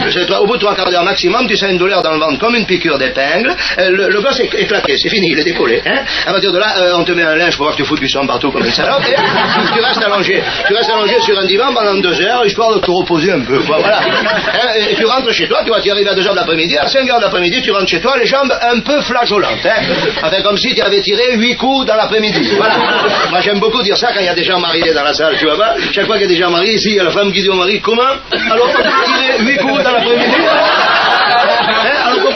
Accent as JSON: {"language": "French", "region": "Southern France", "country": "France"}